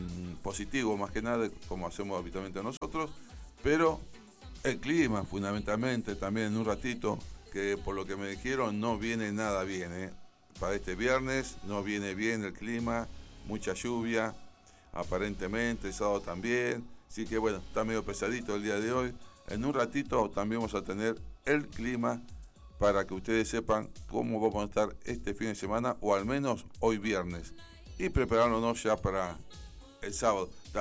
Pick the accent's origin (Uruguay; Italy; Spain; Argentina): Argentina; esa unión que tenemos que tener como argentinos en todas las cosas